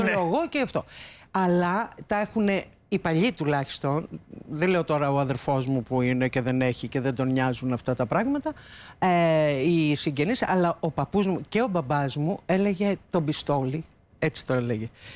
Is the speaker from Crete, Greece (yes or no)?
yes; Chania, Crete, Greece; moved away; Εγώ έχω μεγαλώσει στη Νέα Χώρα, δηλαδή δίπλα στο κολυμβητήριο των Χανίων.